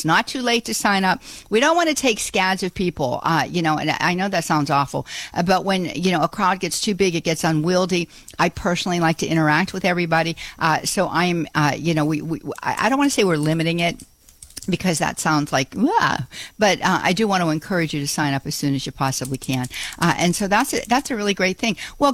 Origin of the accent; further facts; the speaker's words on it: Pittsburgh, Pennsylvania, United States; accent: Pittsburgh; I cannot completely ditch my Pittsburgh accent. I never want to completely ditch my rootedness in the Steel City.